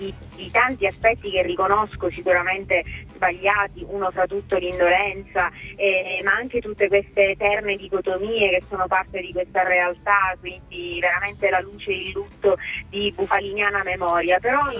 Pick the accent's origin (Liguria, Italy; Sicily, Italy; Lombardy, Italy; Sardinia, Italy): Sicily, Italy; io sono una siciliana tipica, nel senso che non ho mai avuto il rapporto conflittuale di madre matrigna, e quindi ho sempre amato questa terra in maniera viscerale, quasi a tratti maniacale